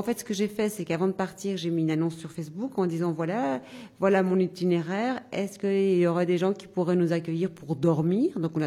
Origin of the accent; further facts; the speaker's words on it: Belgium; Un cuistax chez nous en Belgique.